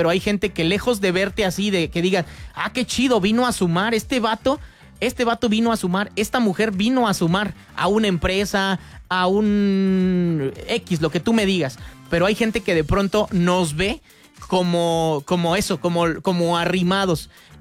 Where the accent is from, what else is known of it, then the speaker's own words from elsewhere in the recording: Querétaro, Mexico; Estoy, yo soy de Querétaro, jaja.